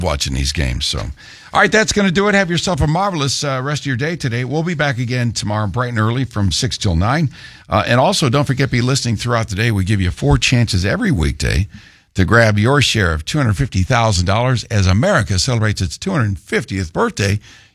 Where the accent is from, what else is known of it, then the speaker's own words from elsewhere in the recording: Pittsburgh, Pennsylvania, United States; growing up in Pittsburgh